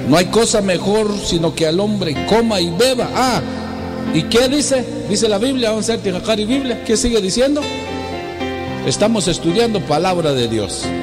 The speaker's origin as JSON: {"language": "Spanish", "region": "Quetzaltenango", "country": "Guatemala", "tie": "born or raised there", "said": "yo crecí en Shela, 10 en Hnap, Shineketzaltenango."}